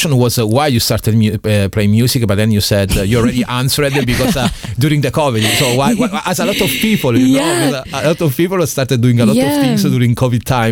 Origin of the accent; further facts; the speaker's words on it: Italy; English is a second language; I'm not Irish, you know, I'm Italian, and for me sometimes, so before starting pretending, you know, speak English